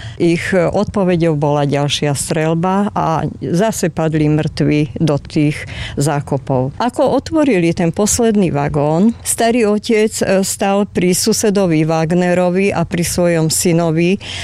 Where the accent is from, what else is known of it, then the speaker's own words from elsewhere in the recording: Sklené, Žilina Region, Slovakia; zo Skleného nemeckej dediny, ktorá sa volala kedysi Glazerhau a leží v oblasti Haverlandu.